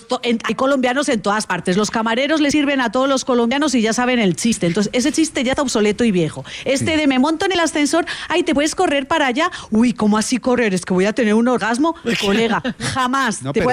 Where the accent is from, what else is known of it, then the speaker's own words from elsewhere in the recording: Spain; Pero, colega, yo, la verdad, yo no quiero deciros que yo que soy española, a mí me parece que todo eso son cuentos chinos.